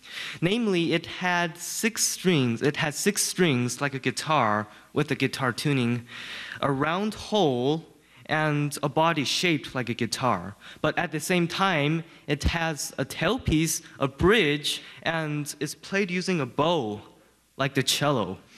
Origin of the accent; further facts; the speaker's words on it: Houston, Texas, United States; I am 15 years old, and I am from Houston, Texas.